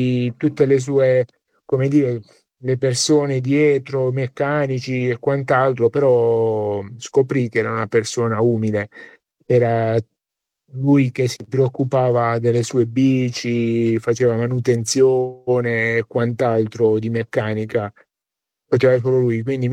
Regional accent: Terlizzi, Apulia, Italy; fanno così al mio paese, quando passa la Madonna del Rosario nelle stradine

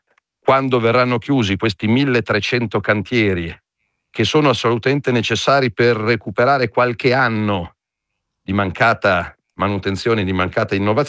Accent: Milan, Lombardy, Italy; lo dico da milanese

